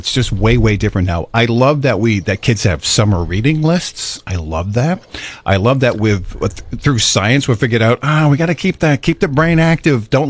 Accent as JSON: {"language": "English", "region": "Rhode Island", "country": "United States", "tie": "born or raised there", "said": "growing up in Rhode Island"}